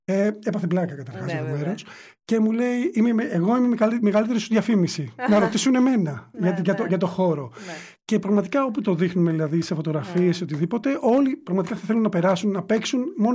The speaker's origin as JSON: {"language": "Greek", "region": "Peloponnese", "country": "Greece", "said": "Είναι ορεινό χωριό, έχει θέα, απίστευτη. Και γενικότερα η ορεινή τριφυλία έχει αυτή την ομορφιά"}